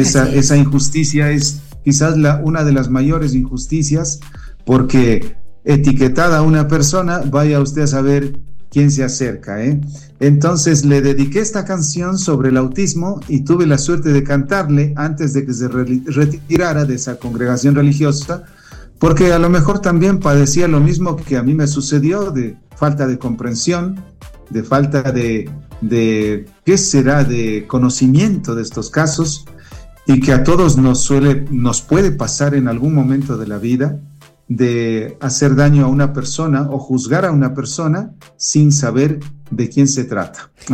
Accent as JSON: {"language": "Spanish", "town": "Baños de Agua Santa", "region": "Tungurahua", "country": "Ecuador", "tie": "born there", "said": "yo nací en Baños de Agua Santa y siempre fui mariano por mi madre, la Virgen del Rosario de Agua Santa."}